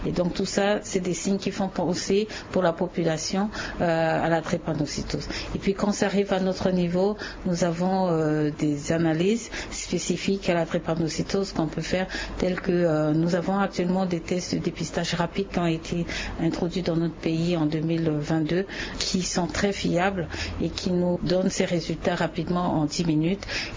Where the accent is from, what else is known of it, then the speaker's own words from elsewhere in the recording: Central African Republic; chez nous, en Centrafrique